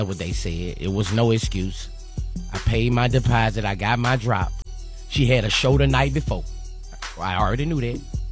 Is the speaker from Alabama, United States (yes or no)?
no; Baton Rouge, Louisiana, United States; I'm from Baton Rouge, Louisiana.